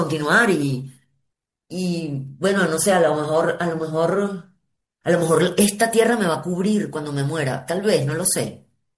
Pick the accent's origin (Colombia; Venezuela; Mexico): Venezuela; moved away as an adult; now in Marseille, France; asumiendo que soy una inmigrante y que soy sobre todo venezolana.